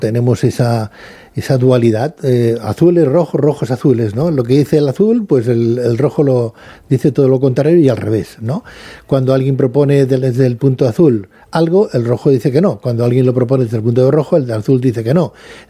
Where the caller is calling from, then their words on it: Barcelona, Catalonia, Spain; Yo vivo en Barcelona.